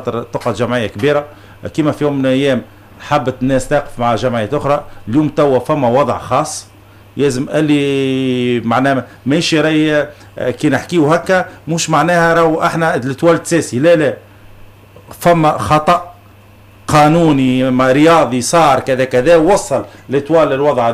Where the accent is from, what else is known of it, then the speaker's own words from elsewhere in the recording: Tunisia; انا كمدرب تونسي